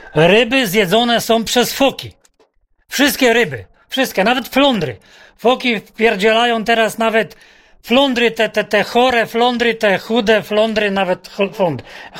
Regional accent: Kuźnica, Pomeranian Voivodeship, Poland; born there; jestem rybakiem z Kuźnicy, z ojca dziada i pradziada.

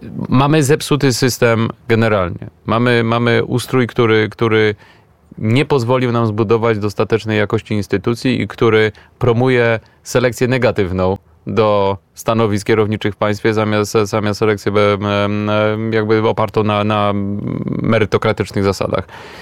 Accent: Warsaw, Masovian Voivodeship, Poland; born there; jestem warszawiakiem z urodzenia

